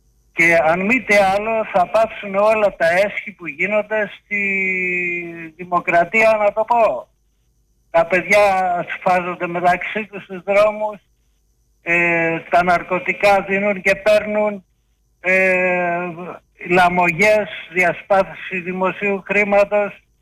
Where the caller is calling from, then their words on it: Greece; εγώ σαν Έλληνας